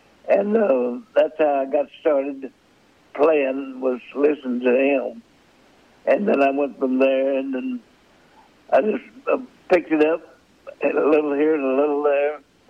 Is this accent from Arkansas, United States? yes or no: yes; Brewer Community, Arkansas, United States; Well, I was born here in Arkansas, and I'm down in Arkansas County, below Stuttgart, a community there. It's called Brewer Community. That's where I started